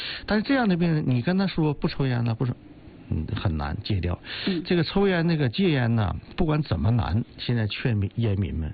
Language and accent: Chinese; Northeast China, China; 尤其我们东北人